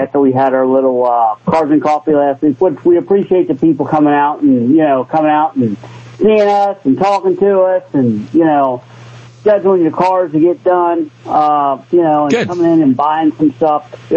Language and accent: English; York, Pennsylvania, United States; I mean, I grew up in York